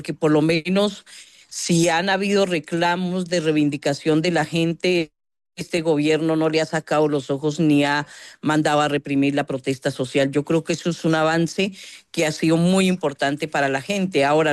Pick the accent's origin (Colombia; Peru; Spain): Colombia; todos somos colombianos y colombianas